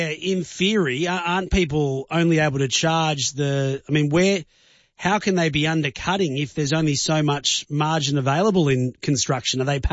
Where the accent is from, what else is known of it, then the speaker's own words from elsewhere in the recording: Australia; I don't agree with this approach as an Aussie that wants to employ locals.